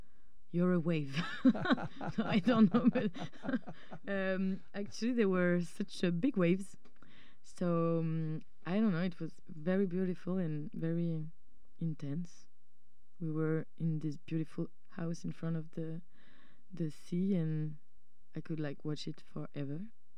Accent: Le Havre, Normandy, France; Le Havre is the city where I live in Normandy, where we have this big bridge, the Bridge of Normandy. So I arrived like with the idea that it looked like my hometown.

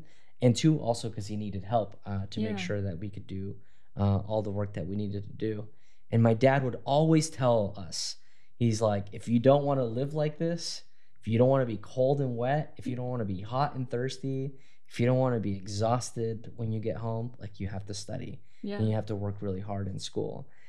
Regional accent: Forest Grove, Oregon, United States; also born or lived in Cornelius; a young Mexican American kid growing up in Cornelius and Forest Grove area.

